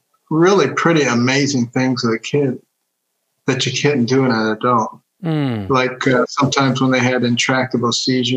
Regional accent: Detroit, Michigan, United States; born there; moved away; also born or lived in Boston, Massachusetts / New Haven, Connecticut / Ann Arbor, Michigan / Baltimore, Maryland; Well, I grew up in Detroit, a very liberal city, and then in Boston, a very liberal city.

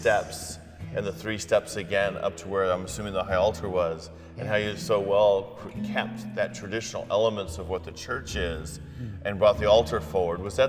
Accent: New York, United States; I'm from New York

